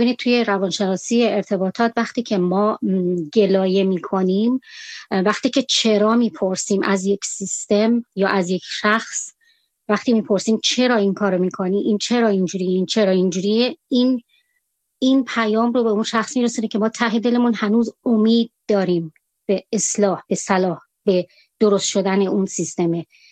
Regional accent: Iran; میگم مثلا من زنگ میزنم به عنوان یه ایرانی

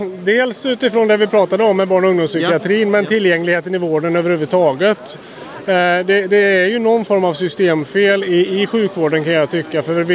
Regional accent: Mariestad, Västra Götaland County, Sweden; Nej, jag är från Mariestad.

